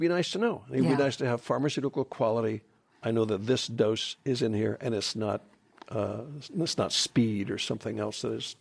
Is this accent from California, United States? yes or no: yes; California, United States; I grew up in Southern California.